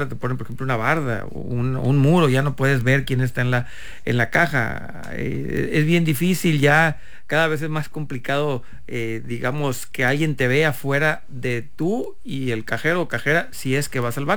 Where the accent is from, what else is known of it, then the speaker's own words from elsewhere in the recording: Mexico; como mexicanos, como ciudadanos